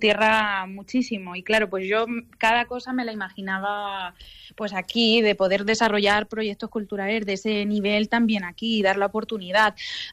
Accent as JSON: {"language": "Spanish", "town": "Villarrobledo", "region": "Castilla-La Mancha", "country": "Spain", "said": "Yo soy de Villarrobledo, entonces digamos que las tres primeras ediciones las hicimos de manera local aquí en Villarrobledo."}